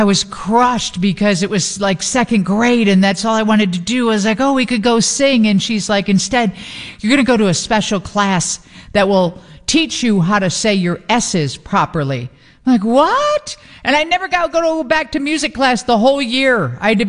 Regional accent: Chicago, Illinois, United States; also born or lived in Germany / France / Italy; no matter where we were stationed, Germany, France, Italy. When I went to school, everyone knew I was from Chicago.

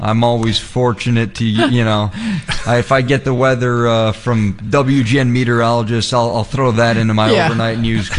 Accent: Northbrook, Illinois, United States; Born and raised in Chicago. Yep. Grew up in the suburb of Northbrook. Went to Glenbrook North High School.

